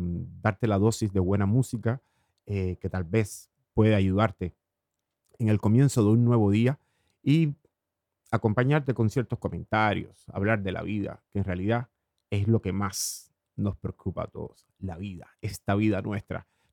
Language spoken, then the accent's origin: Spanish; Cuba; soy cubano